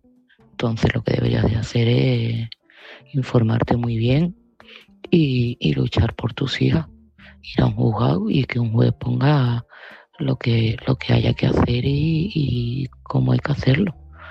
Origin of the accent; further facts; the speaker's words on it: Seville, Andalusia, Spain; de Sevilla y este mensaje va para Ana.